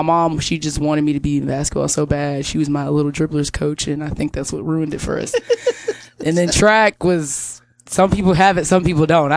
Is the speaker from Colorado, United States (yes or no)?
no; Tatum, Texas, United States; So I'm from Tatum, Texas. I was born and raised in Tatum High School. My parents, everybody in my family have always been a Tatum Eagle.